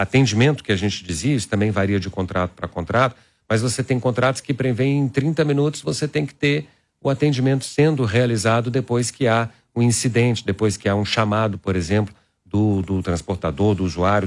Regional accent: Belo Horizonte, Minas Gerais, Brazil; Eu sou mineiro, de Belo Horizonte

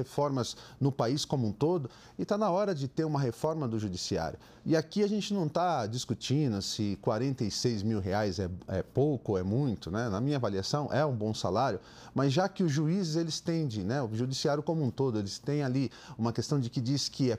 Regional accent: Brazil

